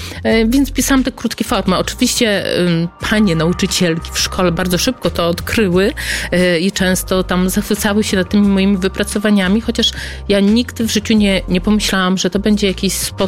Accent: Podlaskie Voivodeship, Poland; Ja pochodzę z Podlasia. Jest to no tak piękna kraina, natomiast w owym czasie, kiedy ja byłam tą małą dziewczynką, nie miało to miejsce dla mnie tak dużo do zaoferowania.

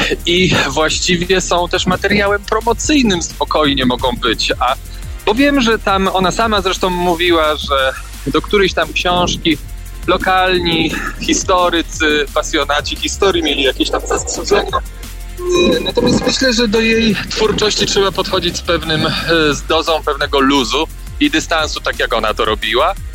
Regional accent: Konin, Greater Poland Voivodeship, Poland; jak ten nasz Konin się uprzemysławiał i jak wyglądał uprzemysłowiony już, bo no w tej chwili możemy powiedzieć, że żyjemy w mieście postindustrialnym, za chwilę kopalnianym totalnie

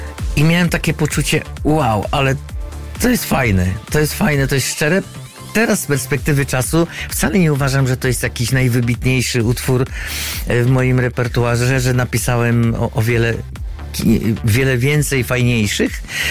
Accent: Węgorzewo, Warmian-Masurian Voivodeship, Poland; born there; now in Olsztyn, Poland; bo ja się urodziłem w ogóle w Węgorzewie, miałem tam sporo też znajomych, przyjaciół i często rowerem jeździłem z Olsztyna przez wiele lat do Węgorzewa

